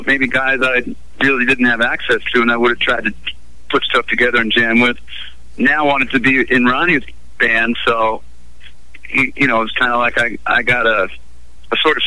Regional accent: New York, United States; moved away; Because I came out here from New York.

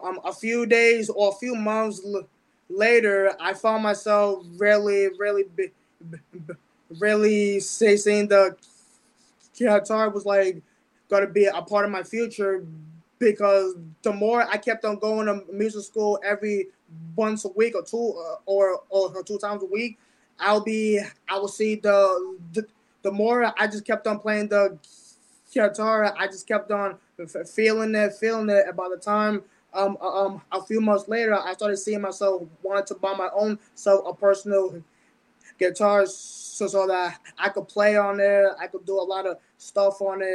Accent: New York City, New York, United States; So basically, I was born and raised in the Bronx, and I'm black and Puerto Rican, and I'm very urban

